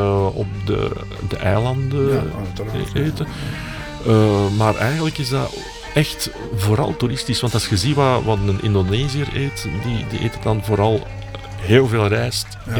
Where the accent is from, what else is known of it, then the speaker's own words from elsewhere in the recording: Flanders, Belgium; Maar als Vlaming is dat moeilijker te horen.